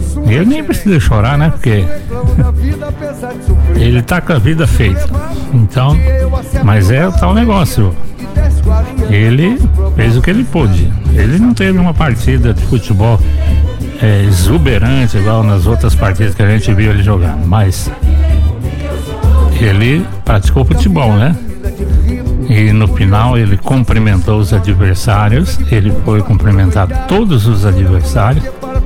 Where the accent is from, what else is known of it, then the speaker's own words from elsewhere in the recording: Brazil; Porque eu sou brasileiro. Sou brasileiro